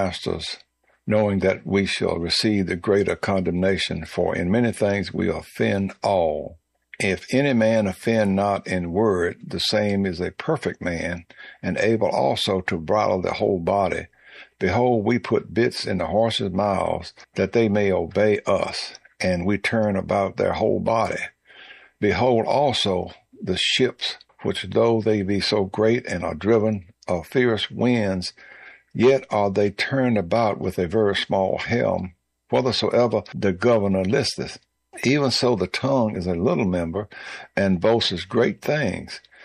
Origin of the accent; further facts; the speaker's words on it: Cascade, Virginia, United States; Cascade, Virginia, my hometown.